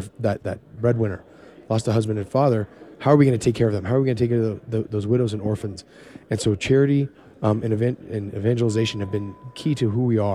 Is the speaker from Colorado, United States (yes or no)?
yes; Golden, Colorado, United States; I am. I'm originally from Golden, Colorado.